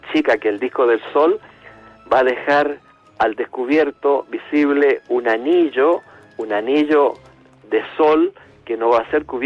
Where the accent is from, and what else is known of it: Rengo, O'Higgins, Chile; born or raised there; moved away